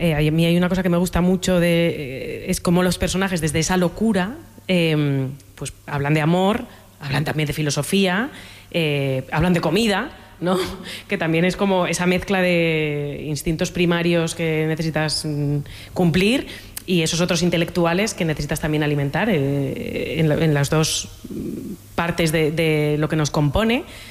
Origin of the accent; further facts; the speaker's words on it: Valencian Community, Spain; Para despedirnos, solo os voy a confesar una cosa. Soy valenciana.